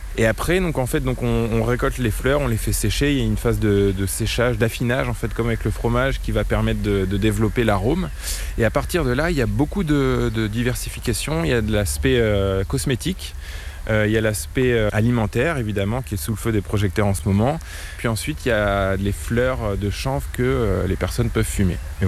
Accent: Évreux, Normandy, France; moved away as an adult; Alors moi je suis né ici, hein, je suis né à Évreux, la préfecture de l'Eure. J'ai grandi, j'ai passé toute ma jeunesse ici. On est revenus tous les deux en 2024 et c'est là où on s'est installé sur cette parcelle.

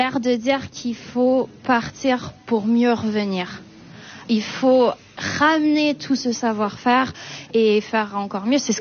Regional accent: Arêches, Auvergne-Rhône-Alpes, France; Bon, moi, je suis autochtone, je suis née à Arèche

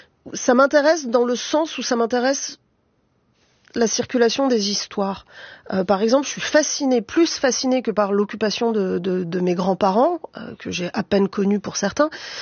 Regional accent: Paris, Île-de-France, France; je viens d'un certain quartier de Paris.

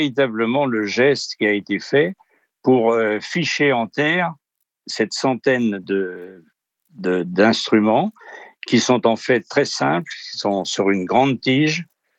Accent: Paris, Île-de-France, France; je suis parisien

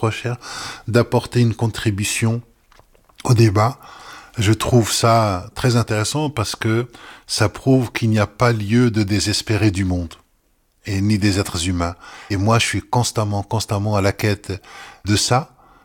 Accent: Morocco; now in France; D'abord, c'est mon pays d'origine. Et je vois l'évolution du pays, de sa transformation.

